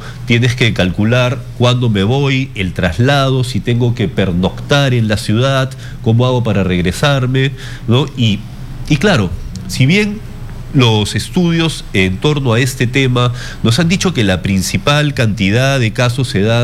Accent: Peru

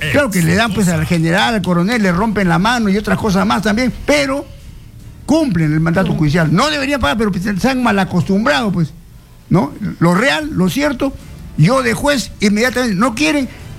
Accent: Chincha, Ica, Peru; el José Pardo y Barreda, en Chincha, donde dejé los mejores años de mi vida, ¿no? Un saludo a todo mi pueblo de Chincha.

